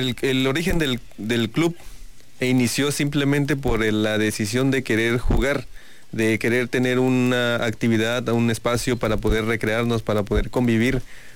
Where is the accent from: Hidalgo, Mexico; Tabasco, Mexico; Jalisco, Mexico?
Tabasco, Mexico; somos de aquí, de Tabasco, todos.